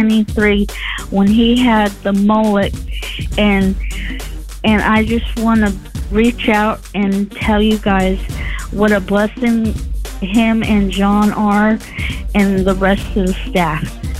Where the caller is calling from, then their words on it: Cabot, Arkansas, United States; I'm from Cabot, Arkansas.